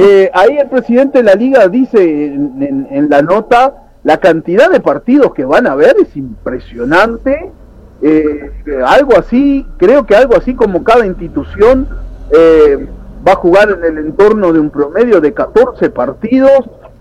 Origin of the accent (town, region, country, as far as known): Uruguay